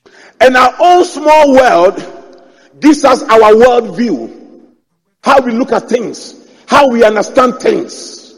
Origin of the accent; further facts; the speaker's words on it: Adabraka, Greater Accra, Ghana; But growing up in Adabraka, where most houses do not have toilets, and you wake up in the morning, and you go to the public toilets